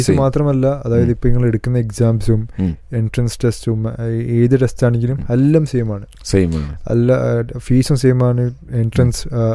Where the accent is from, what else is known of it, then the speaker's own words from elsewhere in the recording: Kerala, India; മലയാളിയായിട്ട് ഞാനാണുള്ളൂ.